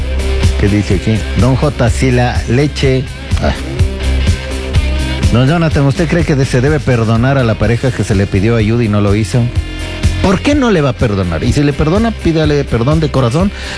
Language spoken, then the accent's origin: Spanish; Loja, Ecuador; Yo estuve en mi tierra Loja y me di un salto a Zamora para servirme a los tiempos un plato de ancas de rana.